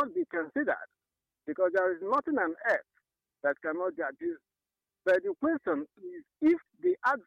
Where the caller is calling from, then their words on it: Mozambique; I'm waiting from Mozambique.